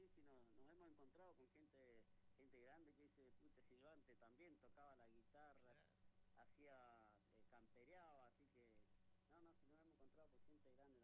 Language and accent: Spanish; Neuquén, Argentina; Yo soy de Villa Ceferino, pero somos todos vecinos igual.